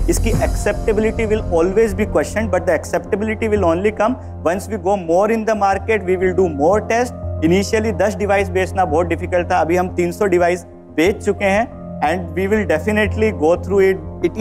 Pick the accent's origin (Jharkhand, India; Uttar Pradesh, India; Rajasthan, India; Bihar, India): Rajasthan, India; Jhunjhunu; So sir, मैं भी झुंझुनू राजस्थान से हूँ.